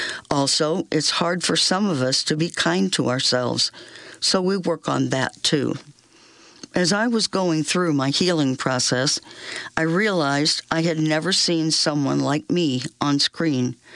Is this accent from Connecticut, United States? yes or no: yes; Connecticut, United States; born or raised there